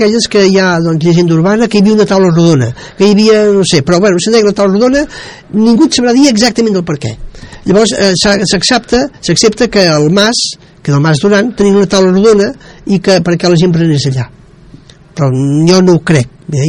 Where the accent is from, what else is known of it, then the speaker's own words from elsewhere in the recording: Sabadell, Catalonia, Spain; Jo sóc de Sabadell.